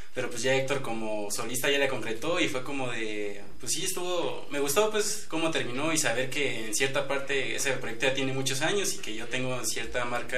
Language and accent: Spanish; Tijuana, Baja California, Mexico; now in Morelia, Mexico; Soy de Tijuana, pero ahorita pues resido aquí en Morelia.